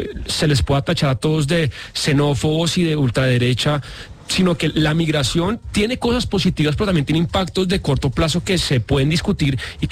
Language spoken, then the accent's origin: Spanish; Spain; yo soy español y me siento afectado